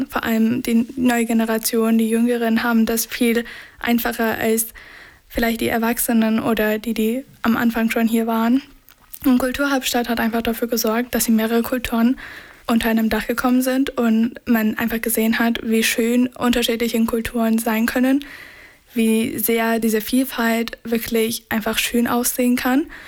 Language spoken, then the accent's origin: German; Chemnitz, Saxony, Germany; also born or lived in Friedrichshafen; Aber trotzdem ist für mich diese Stadt einfach zu meiner Heimat geworden, weil ich hier aufgewachsen bin, weil meine Familie hier ist. Und obwohl ich nach Friedrichshafen gezogen bin, Bodensee ist wirklich wunderschön. Für mich ist Chemnitz trotzdem mein Sicherheitspunkt gewesen.